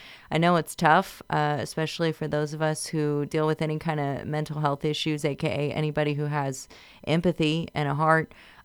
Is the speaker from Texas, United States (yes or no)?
yes; San Antonio, Texas, United States; moved away; being that I'm from Texas, which I said earlier, San Antonio, to be exact, the land of the covers